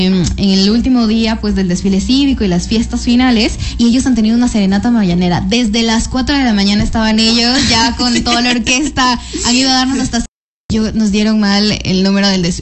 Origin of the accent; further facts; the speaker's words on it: Quito, Pichincha, Ecuador; Ustedes sabrán que yo vengo de Quito, mi familia paterna es de Sevilla, Don Bosco